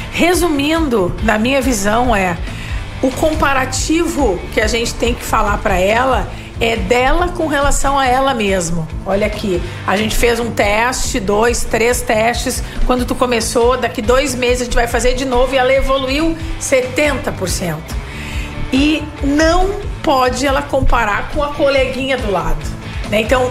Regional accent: Rio Grande do Sul, Brazil; eu sou gaúcha

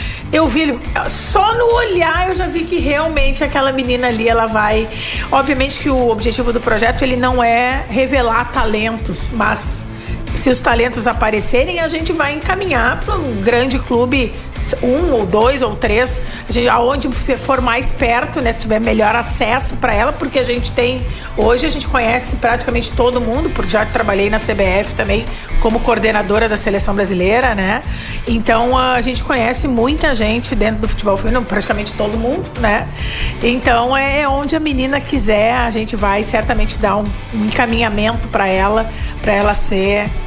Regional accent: Rio Grande do Sul, Brazil; eu sou gaúcha

